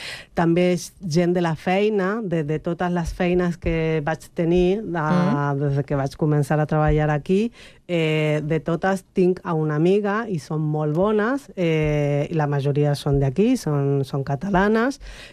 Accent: Argentina; Catalan is a second language; El perfil argentí, perquè com saben que soc argentina, vinen amb mi, i després tinc pacients que són catalans o espanyols

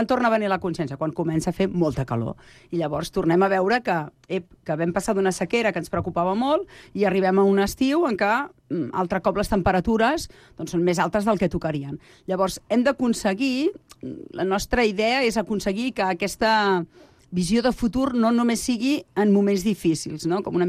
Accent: Berga, Catalonia, Spain; also born or lived in Manresa / Sant Vicenç dels Horts; now in Sant Cugat del Vallès, Spain; nosaltres som tots dos de Berga

